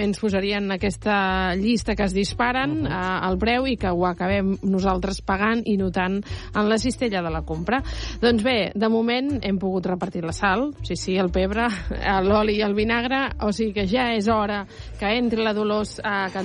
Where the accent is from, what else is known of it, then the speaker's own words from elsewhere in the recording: Valencian Community, Spain; Com a valenciana que soc.